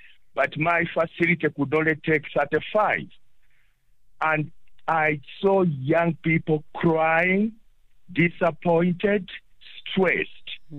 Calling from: Aliwal North, Eastern Cape, South Africa; I'm phoning from Alwan North, that is in Eastern Cape.

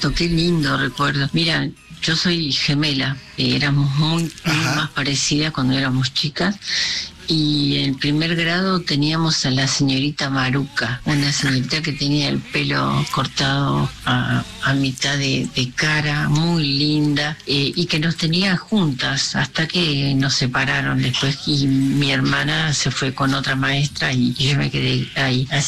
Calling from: Palermo, Buenos Aires, Argentina; de Palermo, un beso.

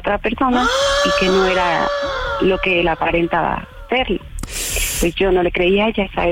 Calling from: Mexico City, Mexico; 34, de Ciudad de México.

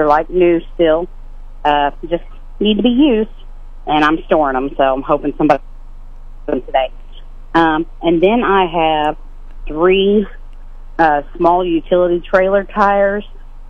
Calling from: Marshall, Missouri, United States; Hi, I'm calling from Marshall.

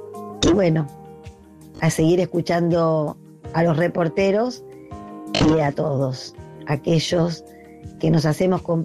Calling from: Buenos Aires, Argentina; de Colegiales

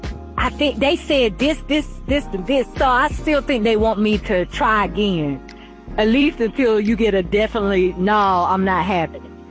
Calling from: Raleigh, North Carolina, United States; I'm from Raleigh, North Carolina.

